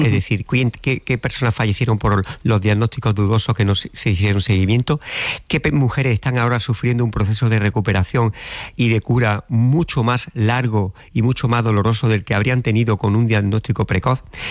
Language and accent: Spanish; Andalusia, Spain